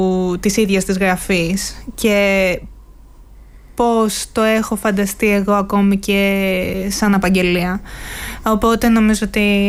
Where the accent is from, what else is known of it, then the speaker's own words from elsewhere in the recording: Greece; first language Greek; καθότι είναι η μητρική μου γλώσσα, είναι το περιβάλλον στο οποίο κινούμε, η Ελλάδα.